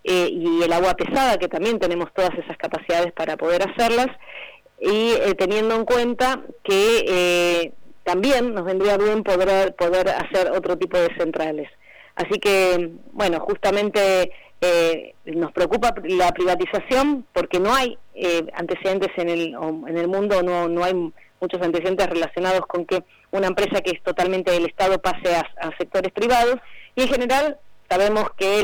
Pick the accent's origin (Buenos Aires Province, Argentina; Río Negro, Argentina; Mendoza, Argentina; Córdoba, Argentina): Río Negro, Argentina; Bariloche; Yo vengo de Río Negro, de Bariloche, soy diputada de esa región